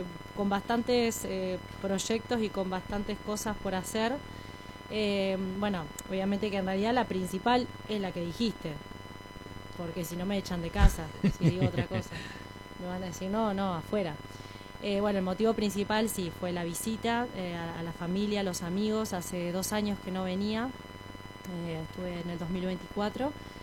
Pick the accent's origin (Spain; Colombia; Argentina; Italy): Argentina; Ushuaia, Tierra del Fuego; born there; moved away; desde que nací en Ushuaia